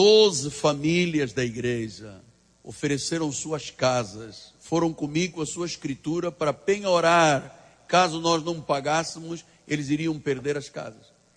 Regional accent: Portugal; accent: Portuguese; now in Brazil; ele reconheceu no meu sotaque, que eu tinha origem portuguesa

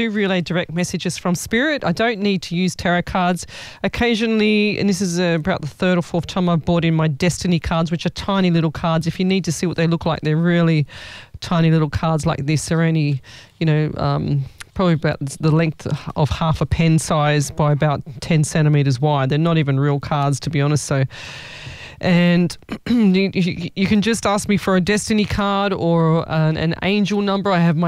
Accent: Sydney, New South Wales, Australia

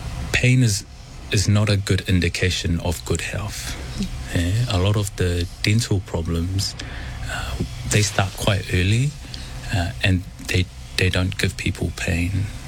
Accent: Onehunga, Auckland, New Zealand; born or raised there

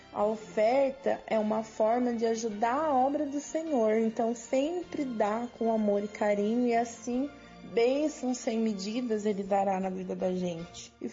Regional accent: São João da Boa Vista, São Paulo, Brazil; Sou daqui de São João da Boa Vista.

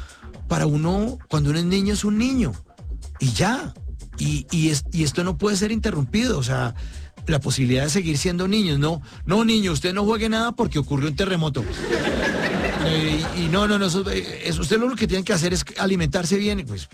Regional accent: Bogotá, Colombia; yo crecí en Bogotá, en una familia de clase media

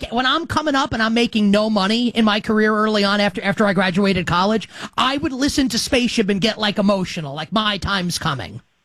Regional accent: Queens, New York, United States; And I'm from Queens and yeah.

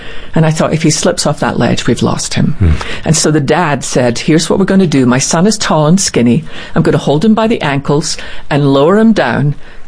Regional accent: Scotland, United Kingdom; when I was growing up in Scotland in our little church

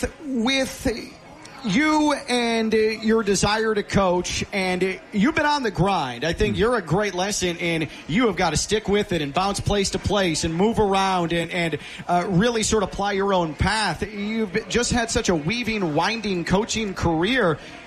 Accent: Chicago, Illinois, United States; moved away; Me, growing up in Chicago

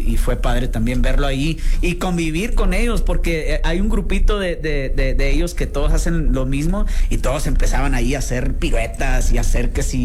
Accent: northern border, Mexico; soy de frontera

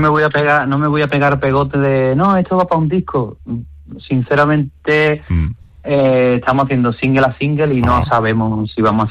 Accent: Málaga, Andalusia, Spain; yo soy de Málaga.

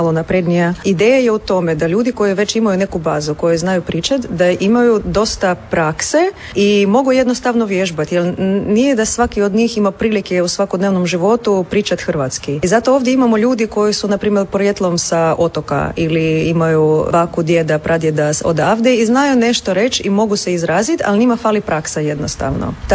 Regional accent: Russia; Croatian is a second language; now in Croatia; Edo je iz Hrvatske, ja sam iz Rusije, ali poprilično dobro sam savladala.

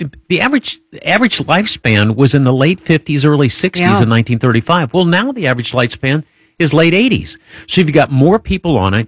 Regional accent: Speedway, Indiana, United States; You know, growing up in Speedway, Indiana, we had Social Security back then.

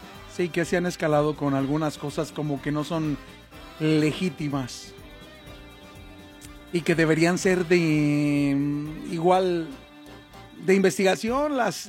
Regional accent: Mexico; yo puedo hablar de mi país porque soy mexicano

